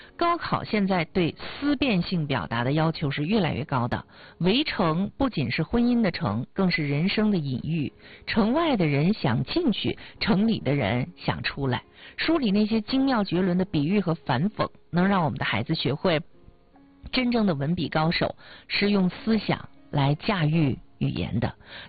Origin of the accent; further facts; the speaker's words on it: China; 我们中国人